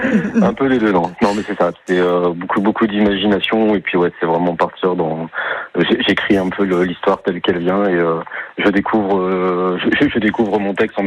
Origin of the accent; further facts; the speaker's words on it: Hauts-de-France, France; Donc moi je suis natif du Pas-de-Calais et ma femme a vécu donc son enfance à Bayonne